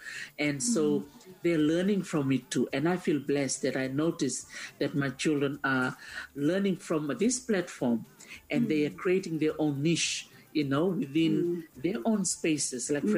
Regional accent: Fiji; I'm from Fiji and I'm in this room in England.

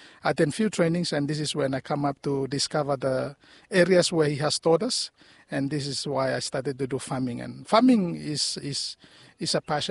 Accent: Vanualava, Torba, Vanuatu; Okay, I'm from Vanualava

